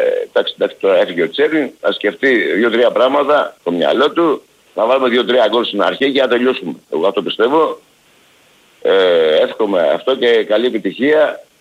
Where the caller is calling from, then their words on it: Aigio, Western Greece, Greece; ποιος είμαι εγώ από το Αίγιο